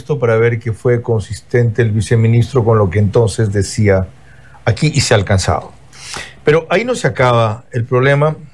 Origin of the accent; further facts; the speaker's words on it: Bahía de Caráquez, Manabí, Ecuador; en mi tierra, Bahía de Caracas